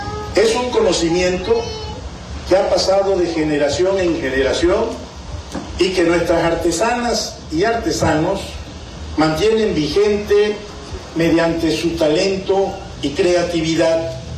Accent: Tabasco, Mexico

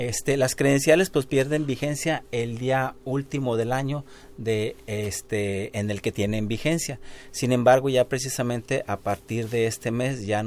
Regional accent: Mexico

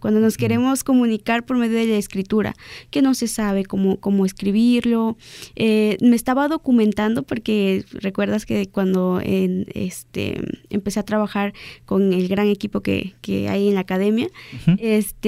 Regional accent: Arroyo de Esa, Oaxaca, Mexico; hay un pueblo que se llama Arenal, que justamente de ahí salieron los que poblaron Arroyo de Esa, mi pueblo.

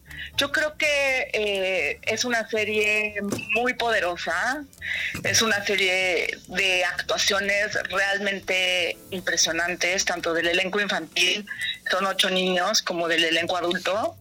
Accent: Mexico; todos como mexicanos

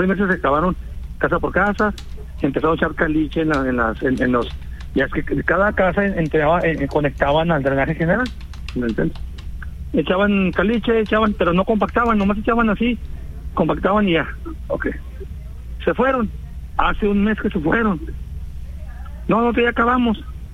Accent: Monclova, Coahuila, Mexico; Aquí no sé dónde, en la ciudad de Monclova, no, somos de Monclova.

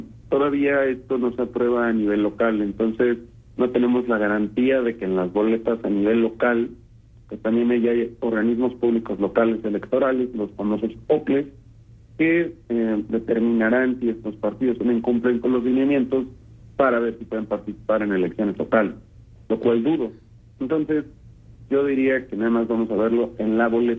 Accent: Mexico

